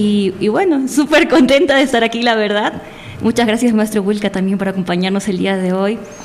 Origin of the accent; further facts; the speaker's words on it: Peru; todos somos peruanos.